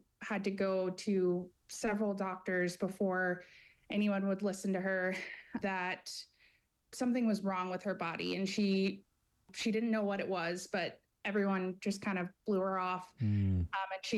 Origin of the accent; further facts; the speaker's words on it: Texas, United States; So I grew up in Texas, and that's where I began studying public health as an undergraduate.